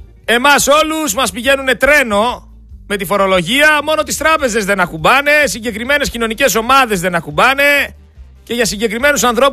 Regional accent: Greece; εμείς σαν Έλληνες

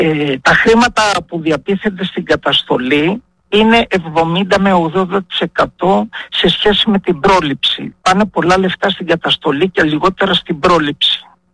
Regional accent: Epirus, Greece; εδώ στην πατρίδα μου, στην Ήπειρο, έτσι, στο νομό Ιωαννίνων

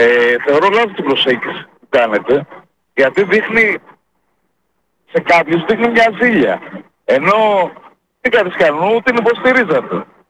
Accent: Kavala, East Macedonia and Thrace, Greece; από Καβάλα.

